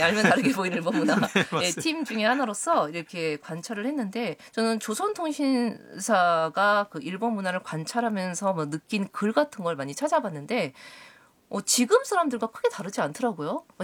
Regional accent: South Korea; 저는 한국인으로서

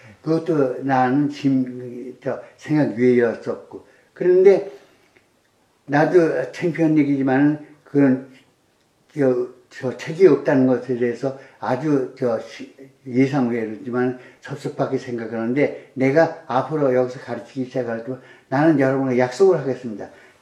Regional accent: Seoul, South Korea; born there; 근데 내가 하는 나 서울 태생인데

